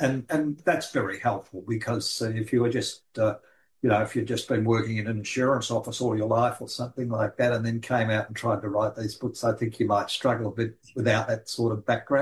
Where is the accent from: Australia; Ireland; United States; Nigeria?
Australia; born there; Now I'm from English stock. I think my great grandfather was Cornish, although I was born in Australia myself and think of myself as Australian.